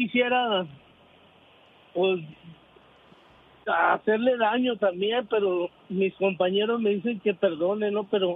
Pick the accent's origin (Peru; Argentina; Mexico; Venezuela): Mexico; Ciudad Juárez, Chihuahua; now in Denver, United States; Yo antes de venirme para acá, Denver, Colorado, soy de Ciudad Juárez, Chihuahua.